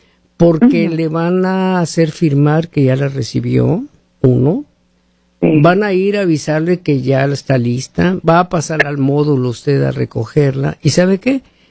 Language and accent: Spanish; Mexico; como mexicanos, como ciudadanos mexicanos